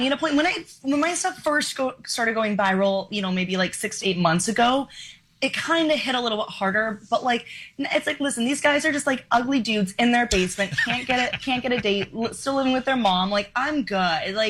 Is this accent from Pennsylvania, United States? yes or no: no; Arizona, United States; now in New York City, United States; I grew up in Arizona, so let's say you live in Arizona